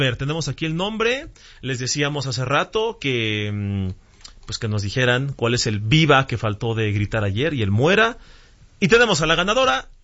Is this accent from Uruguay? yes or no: no; Mexico